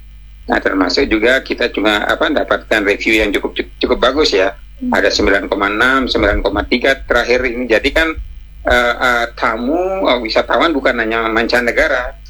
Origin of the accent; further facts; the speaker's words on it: Bali, Indonesia; kita orang Bali